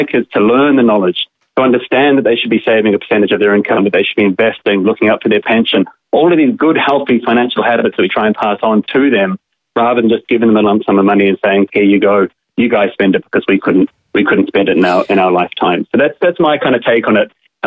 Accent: New Zealand; And I'm from New Zealand originally. We don't even have an inheritance tax in New Zealand.

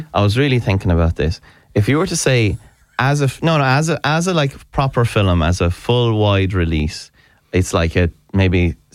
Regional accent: Ireland; as an Irish person

